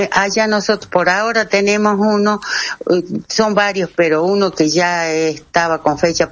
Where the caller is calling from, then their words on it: Morillo, Salta, Argentina; Nuestra ley, la 7658, es de nosotros, de Morillo, del Ciudad de Banda Norte